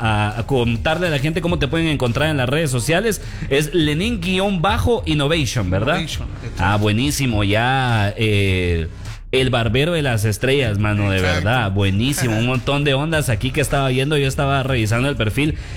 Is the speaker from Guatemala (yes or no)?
yes; Mixco, Guatemala Department, Guatemala; yo también, yo soy misqueño